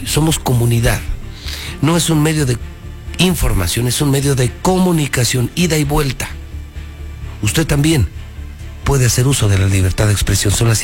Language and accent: Spanish; Mexico